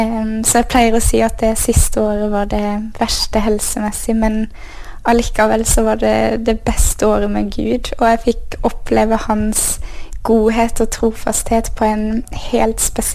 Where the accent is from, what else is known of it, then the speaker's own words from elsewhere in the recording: Froland, Agder, Norway; also born or lived in Bergen; Jeg er født i Froland, eller Arendal sykehus. Men vi flyttet til Bergen da jeg var 4 år, og der bodde vi 10 år før vi flyttet tilbake igjen til Froland